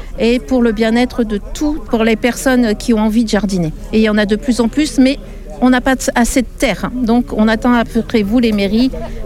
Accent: Hauts-de-France, France; moved away; je suis originaire du Pas-de-Calais, mais j'ai mon jardin sur Valenton, qui est dans la région parisienne, dans le Val-de-Marne.

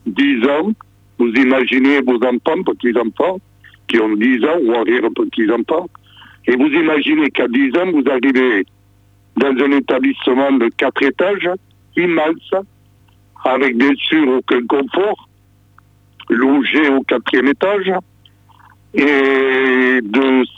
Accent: Castelnau-Camblong, Nouvelle-Aquitaine, France; also born or lived in Bétharram; Je suis né dans un petit village du Béarn, à Castelnau-Camblon, dans les Pyrénées-Atlantiques. Je suis né donc dans la maison où j'habite, en 1946, donc ça fait quelques années.

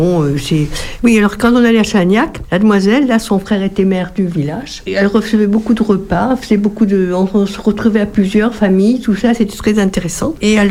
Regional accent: Périgueux, Nouvelle-Aquitaine, France; à l'époque, je suis Saint-Georges de Périgueux, hein, il n'y avait pas beaucoup de voitures dans la rue.

